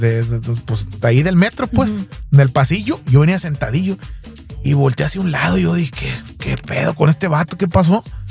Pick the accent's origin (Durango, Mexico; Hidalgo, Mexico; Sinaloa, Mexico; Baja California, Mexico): Sinaloa, Mexico; Estación Capomas; acuérdate que yo soy de Estación Capomas, Wasabe, Sinaloa, México, el ombligo del mundo